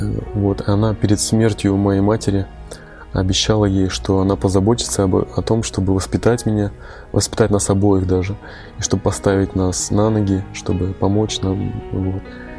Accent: Naberezhnye Chelny, Tatarstan, Russia; born there; also born or lived in Yakutia; в тот момент мы жили в Якутии, сам я вообще из Татарстана, из города Набережной Челны

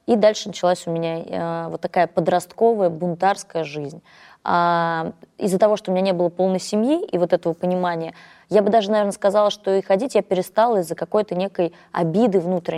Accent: Nizhny Novgorod, Nizhny Novgorod Oblast, Russia; born there; А я вообще родилась в Нижнем Новгороде, то есть это Нижегородка

